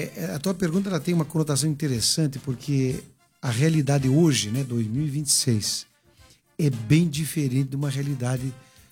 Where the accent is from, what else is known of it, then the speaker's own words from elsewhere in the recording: Curitiba, Paraná, Brazil; born there; moved away as an adult; also born or lived in São Paulo; Que eu e minha esposa somos de lá, né? Nós somos de Curitiba, nascidos lá também.